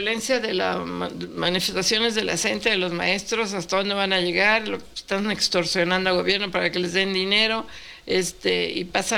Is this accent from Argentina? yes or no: no; Mexico; porque nosotros estamos aquí, somos los mexicanos los que usamos esto.